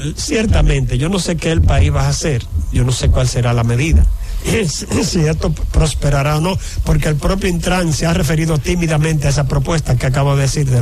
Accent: Dominican Republic; Y entonces me siento mal como dominicano porque veo que el Estado dominicano en ese sentido no ha sido fuerte para imponer las reglas.

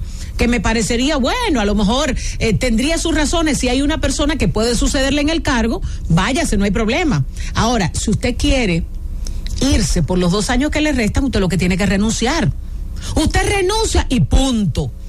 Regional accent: Dominican Republic; si nosotros como dominicanos no entendemos que tenemos que revisar a quién votamos

